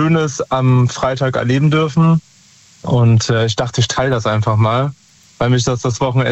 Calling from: Lahnstein, Rhineland-Palatinate, Germany; Aus Lahnstein.

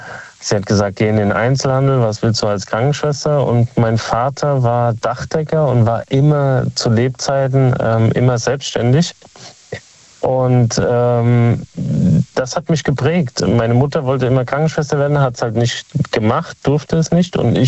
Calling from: Kaiserslautern, Rhineland-Palatinate, Germany; Ursprünglich aus Kaiserslautern, jetzt lebe ich in Speyer.

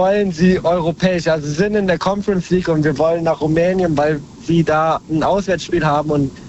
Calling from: Rhineland-Palatinate, Germany; Wir kommen Richtung Trier

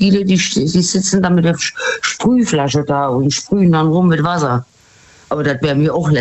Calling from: Rhineland-Palatinate, Germany; Aus dem Westerwald.

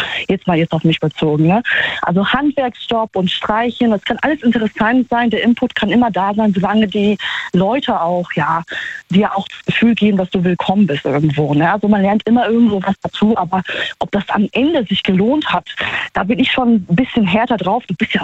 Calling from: Trier, Rhineland-Palatinate, Germany; Hier, Trier.

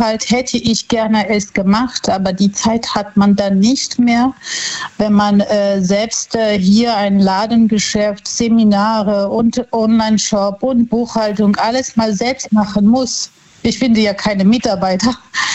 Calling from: Wissembourg, Grand Est, France; Ich bin in Wissenburg.

